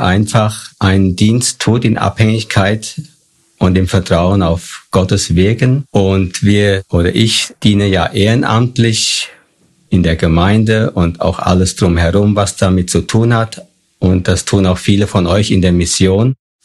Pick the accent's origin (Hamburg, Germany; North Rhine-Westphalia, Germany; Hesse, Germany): Hesse, Germany; Fulda; Ich komme aus Fulda und bin verheiratet mit Dagmar, diene dort in Fulda in einer Gemeinde als Team im Ältestenkreis.